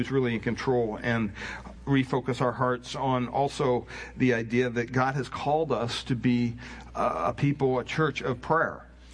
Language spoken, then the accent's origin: English; United States; as an American